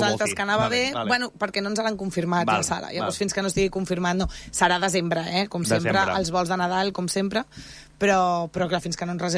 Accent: Parets del Vallès, Catalonia, Spain; A mi, com a paratana, la gent que em coneixeu, jo he estat molt vinculada a totes les coses del poble des de sempre

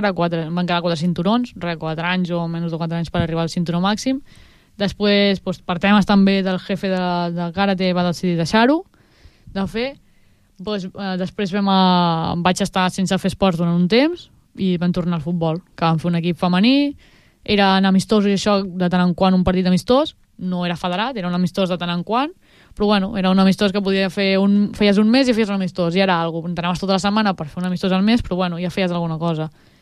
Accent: Breda, Catalonia, Spain

